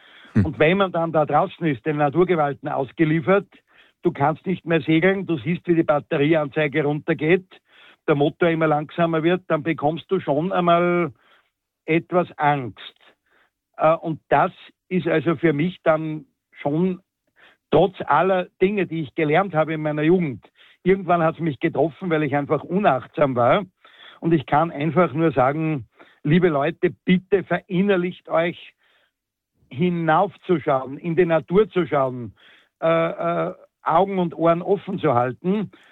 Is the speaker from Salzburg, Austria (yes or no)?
yes; Salzburg, Austria; now in Obertrum am See, Austria; Ich bin am Wallersee mehr oder weniger aufgewachsen mit Booten, Elektroboot, Segelboot. Wir waren als junge Leute nur am Wasser. Und dazumals, ich bin auch kein ganz junger Mensch mehr